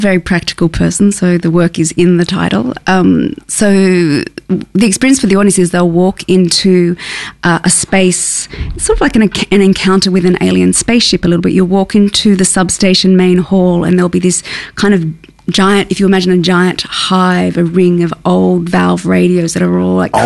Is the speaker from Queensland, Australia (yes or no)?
no; Sydney, New South Wales, Australia; now in Melbourne, Australia; I'm from Sydney.